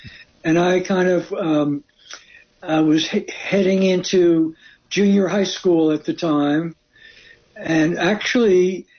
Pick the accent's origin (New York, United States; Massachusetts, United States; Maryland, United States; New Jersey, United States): New Jersey, United States; No, I grew up in New Jersey.